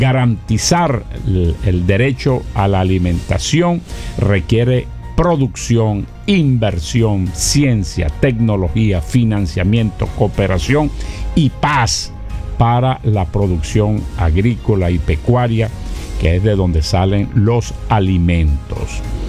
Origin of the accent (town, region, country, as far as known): La Guaira, Venezuela